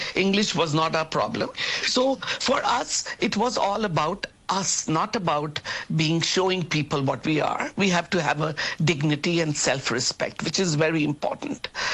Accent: Nigeria; now in Canada; I'm here. And I'm a principal from Nigeria and I'm in education is in my passion. And I would love to learn the Ontario education system.

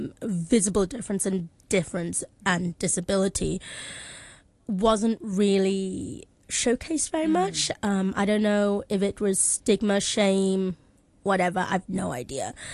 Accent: Hong Kong; growing up in Hong Kong is also actually really lovely because it's such a melting pot of cultures

